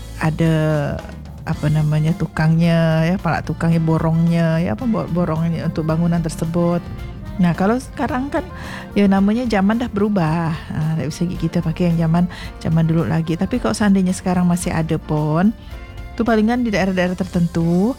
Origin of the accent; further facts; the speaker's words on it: Sambas, West Kalimantan, Indonesia; kalau kita orang Sambas nih, nah biasanya ada bubur padas ya, bubur padas, wah nikmat.